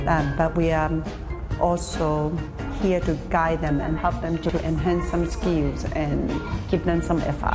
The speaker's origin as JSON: {"language": "English", "country": "Hong Kong", "second_language": "English", "said": "I'm actually from Hong Kong. I've been working in international school for 10 years already."}